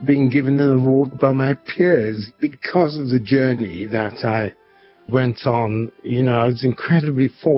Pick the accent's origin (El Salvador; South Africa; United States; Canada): South Africa; Cape Town, Western Cape; I was born in Cape Town, in District 6, attended primary and high school there up to the age of 17, and then I got